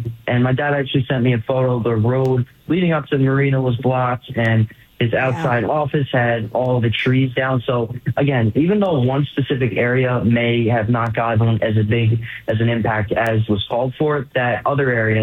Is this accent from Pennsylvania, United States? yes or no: no; New York, United States; So I'm originally from East Side of New York, like I mentioned.